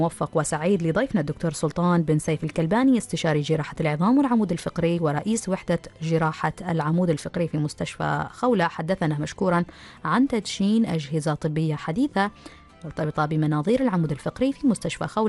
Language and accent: Arabic; Oman; عندنا في سلطنة عمان